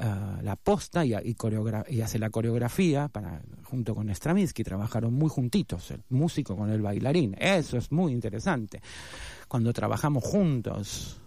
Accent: Béccar, Buenos Aires Province, Argentina; moved away as an adult; En Buenos Aires, en Palermo, pero viví toda la vida en Bécar, San Isidro.

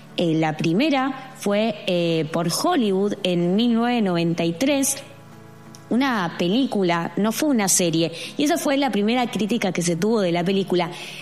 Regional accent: Argentina

